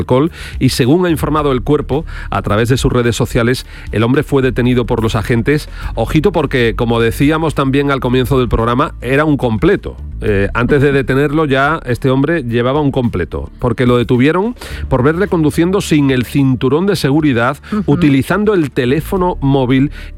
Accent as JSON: {"language": "Spanish", "town": "Jerez de la Frontera", "region": "Andalusia", "country": "Spain", "said": "especialmente el del vinagre de Jerez, yo tengo que presumir del de mi tierra, ¿eh?"}